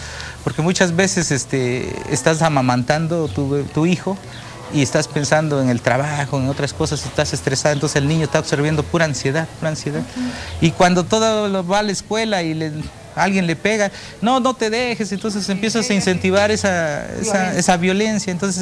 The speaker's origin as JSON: {"language": "Spanish", "town": "San Martín Tilcajete", "region": "Oaxaca", "country": "Mexico", "tie": "born or raised there", "said": "Mi pueblo se llama San Martín Tilcajete."}